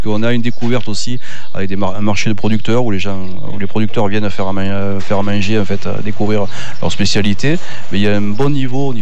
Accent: Nîmes, Occitanie, France; now in Cévennes, France; Moi, je suis de Nîmes, mais ma famille est d'ici, en fait.

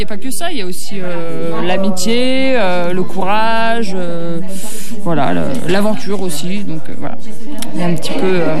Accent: Saint-Étienne, Auvergne-Rhône-Alpes, France; Saint-Etienne.

